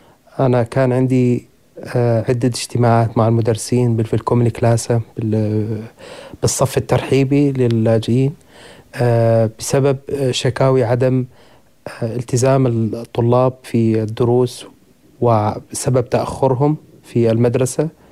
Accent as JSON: {"language": "Arabic", "region": "Daraa Governorate", "country": "Syria", "moved": "as an adult", "lives_now": "Berlin, Germany", "said": "من سوريا، من محافظة درعا. أنا في ألمانيا من 2015، كنت أعمل في سوريا مدرس لغة عربية، وأتيت إلى ألمانيا"}